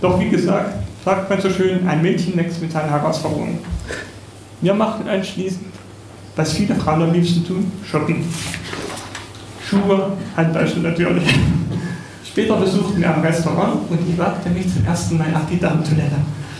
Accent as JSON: {"language": "German", "town": "Oldesleben", "region": "Thuringia", "country": "Germany", "said": "ich stamme hier aus Oldesleben."}